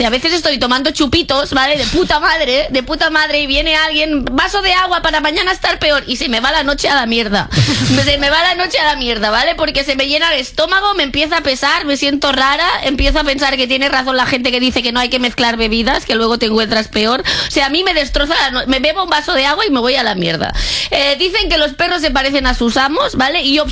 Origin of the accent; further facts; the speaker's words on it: Catalonia, Spain; Yo bebo agua porque soy catalana, ¿vale?